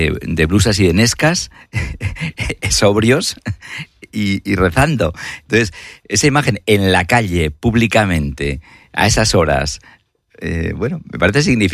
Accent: Mezkiritz, Navarre, Spain; now in Vitoria, Spain; Yo habitualmente suelo ir a alguna semana a mi pueblo, a Mezquiriza, Navarra, con mi madre, pero mi madre está muy frágil, se queda aquí en Vitoria conmigo

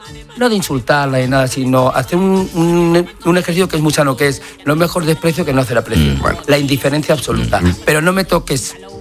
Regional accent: Madrid, Community of Madrid, Spain; Soy imagen de mi ciudad, soy madrileño. Claro. Madrid no entiende de política, soy madrileño

